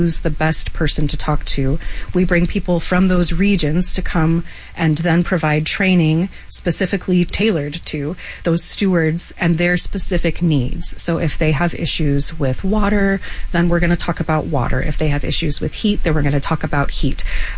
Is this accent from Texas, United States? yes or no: yes; Texas, United States